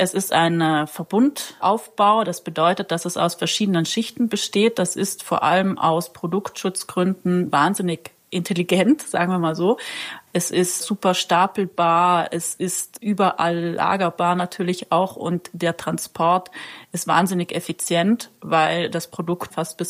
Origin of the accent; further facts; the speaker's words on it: Trentino-Alto Adige, Italy; Ja, ich komme nämlich aus Südtirol